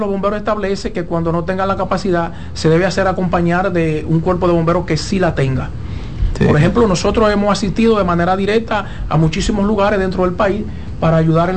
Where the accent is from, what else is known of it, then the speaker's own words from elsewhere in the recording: Dominican Republic; nosotros como dominicanos